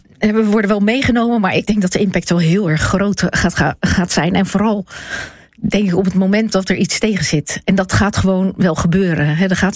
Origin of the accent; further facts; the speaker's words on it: Zeeland, Netherlands; En vooral als Zeeuws-Vlaming